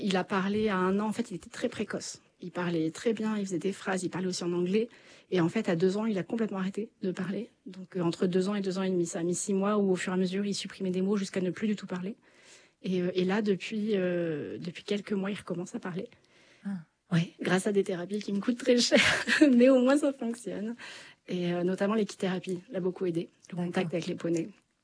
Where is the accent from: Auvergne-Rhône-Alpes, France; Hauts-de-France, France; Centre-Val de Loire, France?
Centre-Val de Loire, France; Chambord; Et moi, je suis originaire de Chambord à la base.